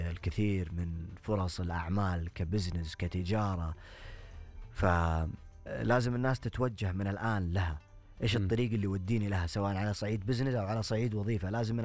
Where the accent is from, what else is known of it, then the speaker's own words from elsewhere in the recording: Saudi Arabia; هذه وطننا، هذه ديرتنا